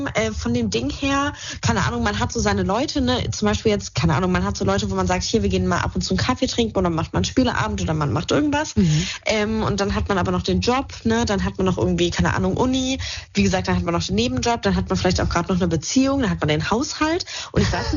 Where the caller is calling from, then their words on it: Idstein, Hesse, Germany